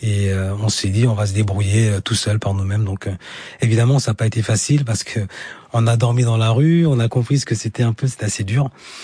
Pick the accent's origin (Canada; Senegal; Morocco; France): Senegal; first language Jahanka; French is a second language; Non, normal, c'est ma langue maternelle, parce qu'au Sénégal, c'est le Wolof.